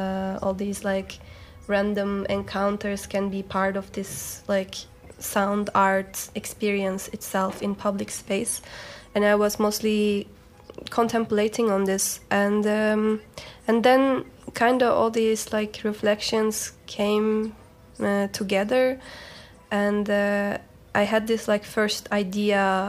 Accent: Istanbul, Turkey; it's such a symbol of my hometown, like neighborhood, because like in Istanbul there are so many public transportation in general

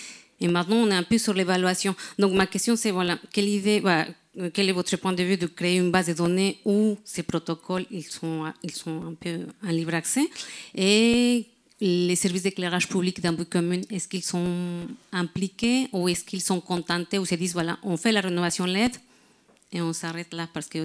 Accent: Mexico; now in Brest, France; En plus, moi, je suis mexicaine, mais j'habite à Brest. J'allais dire, je viens de Brest.

